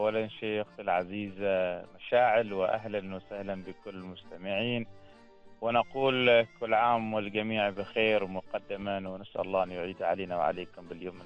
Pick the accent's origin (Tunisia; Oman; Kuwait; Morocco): Oman; now in Nizwa, Oman; بلدنا عمان مزيج من الثقافة ومزيج من الظواهر الاجتماعية المختلفة